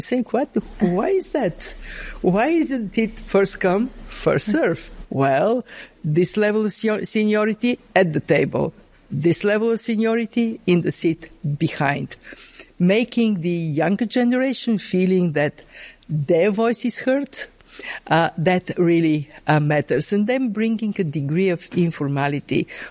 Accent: Bulgaria; I grew up in Bulgaria on the other side of the Iron Curtain. My mother lost all her savings because of hyperinflation.

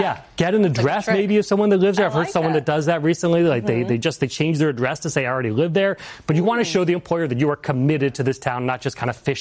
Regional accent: Louisville, Kentucky, United States; So one I'd point out is Louisville, Kentucky, which is my hometown, number 23 on the list.

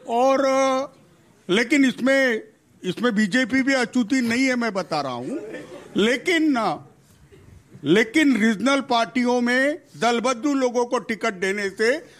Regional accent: Yavatmal, Maharashtra, India; मैं बताता हूँ, मैं यवतमाल से आता हूँ, 2 सांसद चुन के आए शिवसेना के वहां से

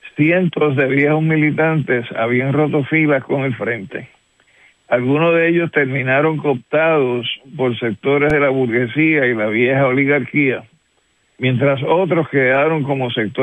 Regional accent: Puerto Rico; Como puertorriqueño, sin embargo, a pesar de los cambios habidos dentro del gobierno sandinista, tenemos que reconocer la solidaridad consecuente del Frente y su dirección con el reclamo de la independencia y la descolonización de Puerto Rico

